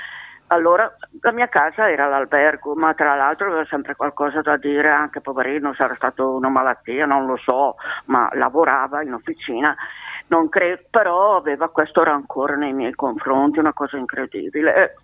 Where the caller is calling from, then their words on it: Lombardy, Italy; sono nati qua a San Polo, ero qua con mamma e papà